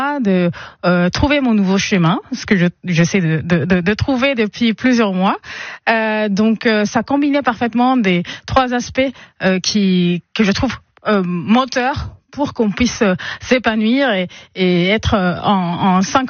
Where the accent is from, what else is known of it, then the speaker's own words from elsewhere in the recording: Caracas, Capital District, Venezuela; Et ben bonjour … On vient tous les deux de Caracas.